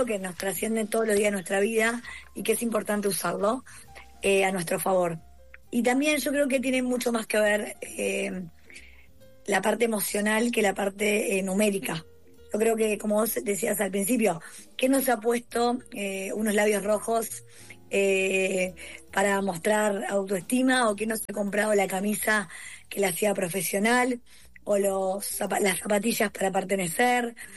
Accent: Uruguay; A mí me hace muy feliz que en Argentina se vendan tantos mis libros, siendo uruguaya.

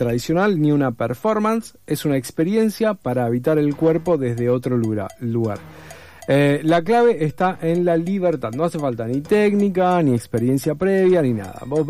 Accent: Argentina; por ahora somos argentinos, veremos.

